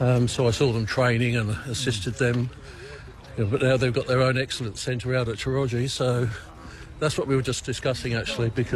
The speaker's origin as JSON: {"language": "English", "town": "Sydney", "region": "New South Wales", "country": "Australia", "said": "because I'm from Sydney originally, so I really didn't know that many people down here."}